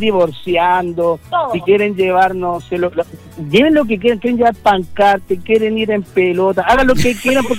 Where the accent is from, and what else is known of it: Chile